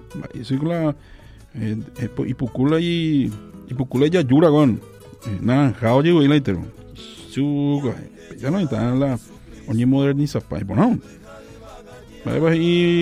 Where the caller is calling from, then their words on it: Colonia Guaraní, Guairá, Paraguay; de Colonia Guaraní, Guairá. Estamos bien. Colonia Guaraní. Departamento de Guairaje.